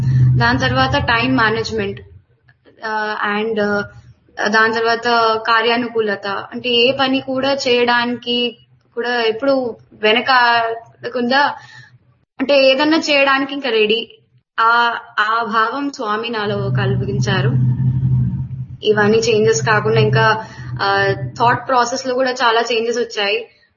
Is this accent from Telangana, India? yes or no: yes; Hyderabad, Telangana, India; now in Dehradun, India; And నా home town Hyderabad. Present నేను ఇప్పుడు దేహ్రాదూన్ లో ఉంటున్నాను.